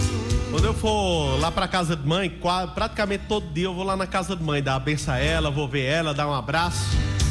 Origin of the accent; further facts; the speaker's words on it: Brazil; Nossa Senhora de Fátima, mais conhecido como a minha favela. É, onde eu nasci e me criei